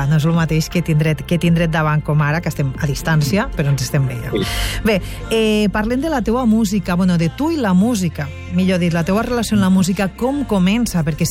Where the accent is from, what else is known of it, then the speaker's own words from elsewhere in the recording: Catalonia, Spain; Per la zona delta, que és més d'on soc jo